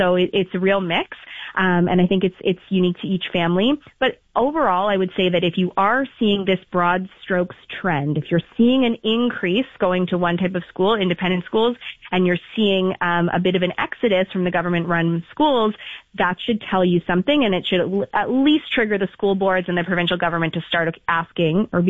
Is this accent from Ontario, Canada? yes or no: yes; Toronto, Ontario, Canada; I grew up in the Toronto area